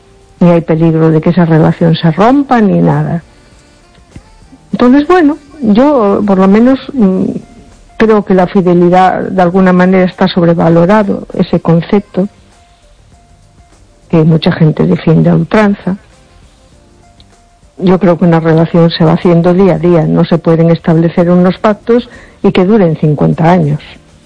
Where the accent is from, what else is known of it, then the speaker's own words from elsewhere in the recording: A Coruña, Galicia, Spain; Hola, buenas noches. … de Coruña.